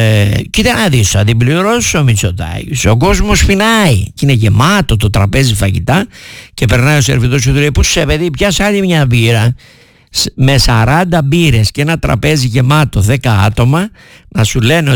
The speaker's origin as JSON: {"language": "Greek", "country": "Greece", "said": "που είμαι Έλληνας, που ανήκω σε αυτή τη φυλή των Ελλήνων"}